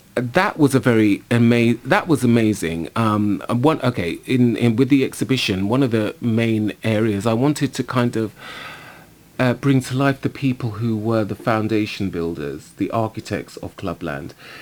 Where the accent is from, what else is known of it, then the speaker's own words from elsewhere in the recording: London, United Kingdom; I mean, I'm a Londoner. I've lived in King's Cross for many, many years